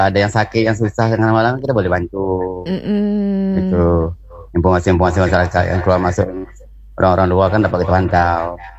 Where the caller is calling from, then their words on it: Riau Islands, Indonesia; Kami di 11 RW 06, Kelurahan Penelepok, Kecamatan Bintan Umur, Kabupaten Bintan